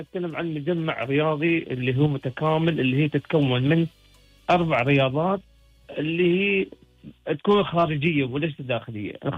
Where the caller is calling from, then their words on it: Abu Dhabi, United Arab Emirates; أنا من سكان مدينة الرياض.